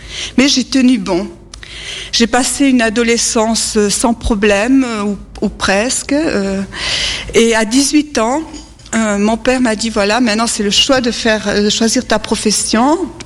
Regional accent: France

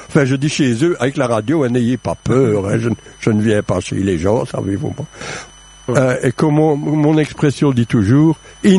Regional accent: Liège, Wallonia, Belgium; Enfin, je viens en effet de Bénezet. Pour vos auditeurs de la région qui ne savent peut-être pas vraiment où c'est sur les hauteurs de Liège.

